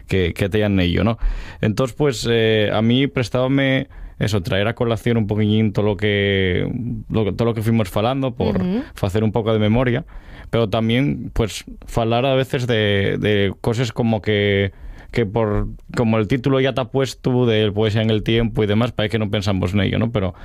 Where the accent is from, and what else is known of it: Asturias, Spain